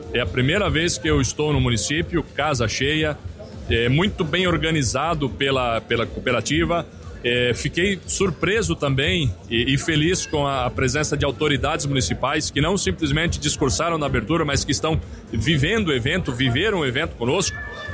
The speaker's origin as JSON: {"language": "Portuguese", "region": "Paraná", "country": "Brazil", "said": "Eu venho do estado do Paraná"}